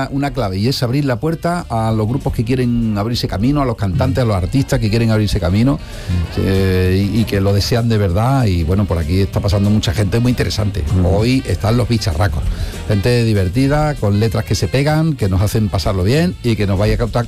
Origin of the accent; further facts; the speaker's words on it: Córdoba, Andalusia, Spain; Soy un cordobés, lo digo mucho.